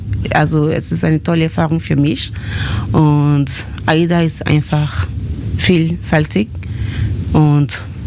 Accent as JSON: {"language": "German", "country": "Côte d’Ivoire", "moved": "yes", "lives_now": "Munich, Germany", "said": "Ich komme ursprünglich aus der Elfenbeinküste. Ich wohne in München seit 15 Jahren"}